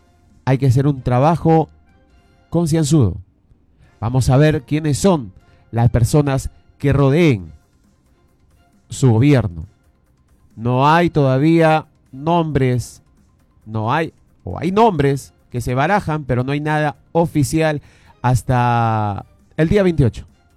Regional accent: Peru

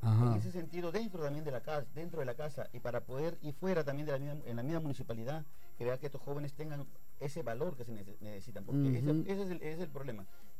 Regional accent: Castilla, Piura, Peru; yo soy castellano

